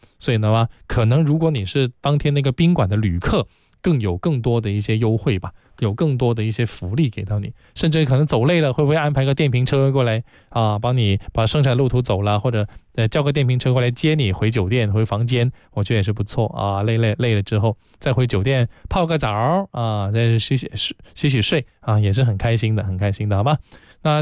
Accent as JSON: {"language": "Chinese", "region": "Guangdong", "country": "China", "said": "我们广东人，真的是很多人在从小看他的作品看到大"}